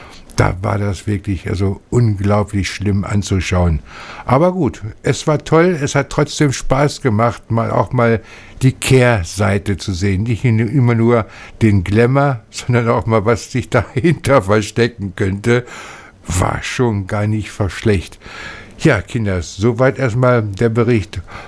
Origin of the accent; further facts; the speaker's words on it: Hanover, Lower Saxony, Germany; Ja, ja, wir kommen aus Hannover.